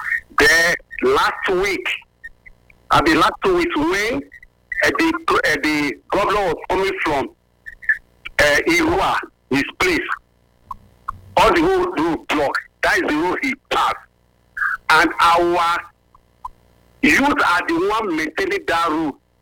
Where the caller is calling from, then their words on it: Nigeria; I'm from Umukwe, Ihor Ward 4.